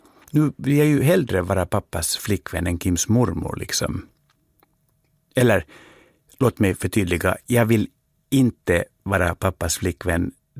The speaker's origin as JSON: {"language": "Swedish", "country": "Finland", "tie": "born or raised there", "said": "Fast jag tänker fram, så då jag växte upp i Finland då, början på 70-talet"}